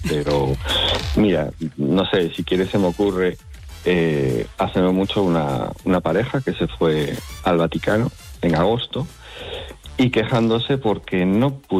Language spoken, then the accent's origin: Spanish; Galicia, Spain; No, yo soy gallego, tengo la típica sorna gallega de toda